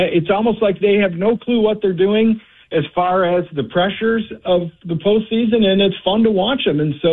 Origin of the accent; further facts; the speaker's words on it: Marengo, Illinois, United States; now in Rockton, United States; I grew up in Marengo, so a little bit closer. But, you know, that was far enough out of the city, and it was in the 70s.